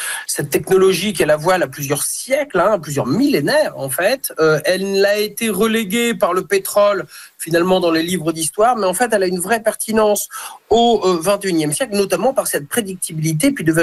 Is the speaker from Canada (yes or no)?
yes; Quebec, Canada; le café, par définition, quand on est québécois, bah, vient de loin, comporte en lui du pétrole, beaucoup, massivement.